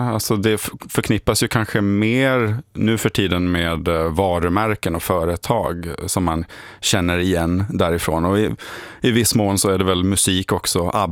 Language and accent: Swedish; Åland, Finland; moved away as an adult; also born or lived in Jakobstad; now in Sweden; jag är född i Jakobstad och flyttade till Åland när jag var 6 år. Och sen har jag växt upp där och kom till Sverige sen när jag började läsa på universitet 2009.